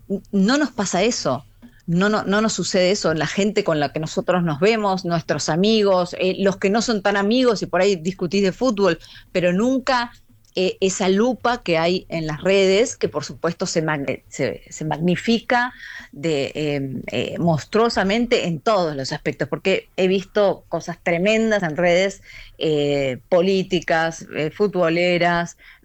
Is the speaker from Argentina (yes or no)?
yes; Argentina; now in Mexico; pero yo cuando me fui de Argentina, a mí en Argentina me fue siempre genial